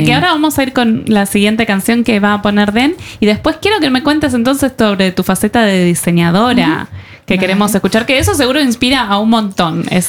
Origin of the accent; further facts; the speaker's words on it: Argentina; Los argentinos nos creemos psicoterapeutas de todos. Acá psicoanalizamos a todos los argentinos.